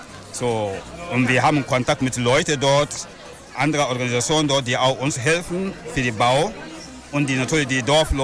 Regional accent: Ouaregou, Burkina Faso; now in Köln, Germany; Ich komme ja aus Burkina Faso. Es ist ein Zentrum S von Burkina Faso. Der Ort, Name ist Ouaregou.

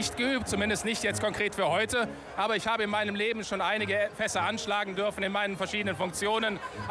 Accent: North Rhine-Westphalia, Germany; Ich bin ja selbst ein Kind der Schell-Sieg und bin hier groß geworden, aufgewachsen. Für mich ist das ein Stück Heimat, Tradition, wo ich mich sehr wohl fühle.

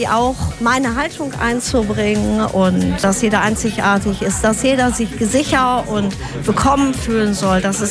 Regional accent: Herne, North Rhine-Westphalia, Germany; born there; Ich bin hier geboren in Rillinghausen, habe auch einen Bezug hier zu dem Sozialraum

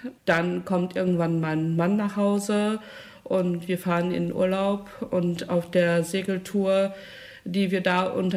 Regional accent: Rheda-Wiedenbrück, North Rhine-Westphalia, Germany; born there; moved away as an adult; now in Hamm, Germany; ich bin nicht gebürtige Hammenserin. Ich wohne erst seit 2011 in Hamm. Gebürtig komme ich aus Reda-Wiedenbrück.

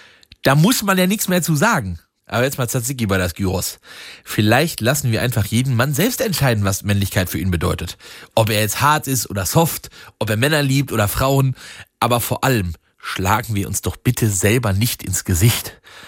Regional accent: Wittgenstein, North Rhine-Westphalia, Germany; ich bin ja nun in Wittgenstein aufgewachsen

